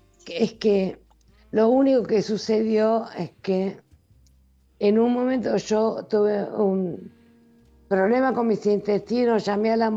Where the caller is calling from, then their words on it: San Vicente, Argentina; Vivo en San Vicente, quiero decir.